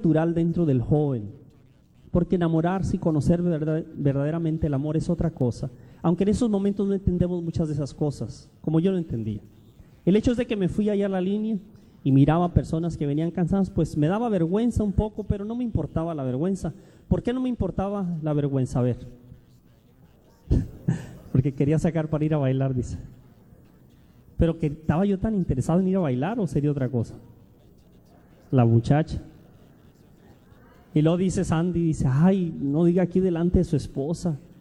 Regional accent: Tijuana, Baja California, Mexico; born there; Estábamos hablando de Tijuana, yo soy nacido en Tijuana.

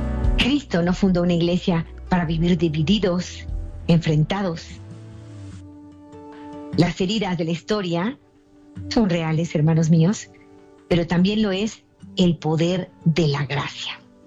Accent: Mexico; now in Guadalajara, Mexico; en mi país, que es México.

